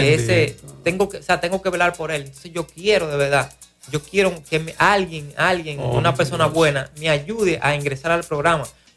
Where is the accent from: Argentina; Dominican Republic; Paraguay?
Dominican Republic; Moca, Espaillat; yo soy de aquí de Moca, de Hincha